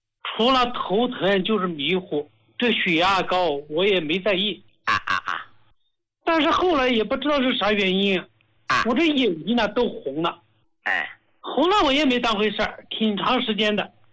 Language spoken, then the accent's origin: Chinese; Hubei, China; 我是胡家老哥的受益者，我是湖北人，